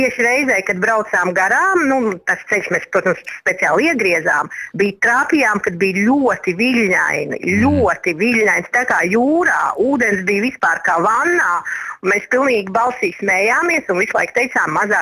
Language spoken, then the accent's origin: Latvian; Valmiera, Valmiera Municipality, Latvia; Es esmu no Valmieras.